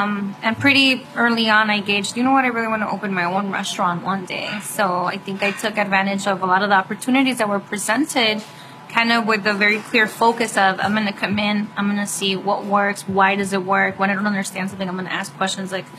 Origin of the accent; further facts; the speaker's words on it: United States; born there; We grew up on this side of the border. We have love for our roots and where our parents came from, but we certainly identify as American as well.